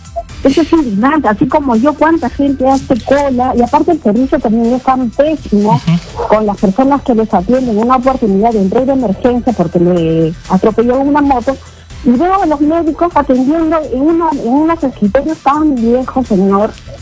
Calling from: Peru; todos somos peruanos.

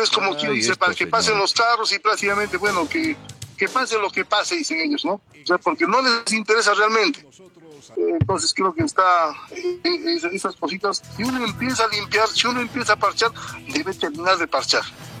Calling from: Cusco, Peru; somos hermanos cusqueños.

